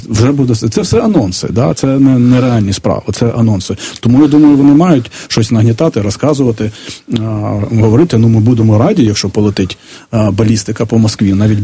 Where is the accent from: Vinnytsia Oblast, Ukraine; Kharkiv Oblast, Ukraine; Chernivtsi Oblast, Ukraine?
Vinnytsia Oblast, Ukraine; Vinnytsia; now in Kyiv, Ukraine; Я родом з Вінниці.